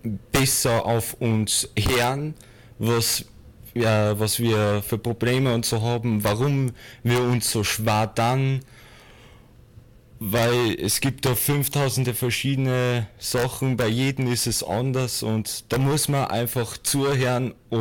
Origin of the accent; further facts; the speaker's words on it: Mondsee, Upper Austria, Austria; Ich komme zum Beispiel aus Monsee und ich müsste dann wieder extra dafür zahlen, dass ich dann zu mir heimkomme.